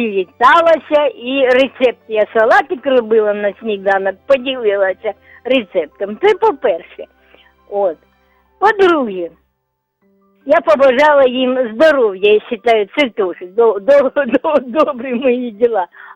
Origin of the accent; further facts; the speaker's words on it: Sumy Oblast, Ukraine; Я з Сумщини … тому хочу поздоровити своїх лікарів з 5-ї нашої поліклініки